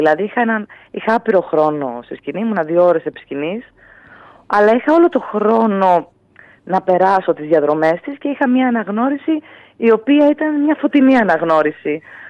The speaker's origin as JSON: {"language": "Greek", "country": "Greece", "said": "είναι οι λόγοι που αισθάνομαι περήφανη που είμαι Ελληνίδα."}